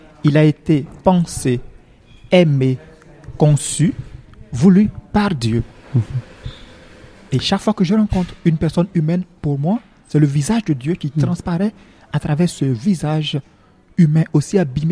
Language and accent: French; Côte d’Ivoire; now in Bétharram, France; religieux prêtre du Sacré-Cœur de Jésus de Bétaram. Je suis ivoirien d'origine et en mission actuellement en France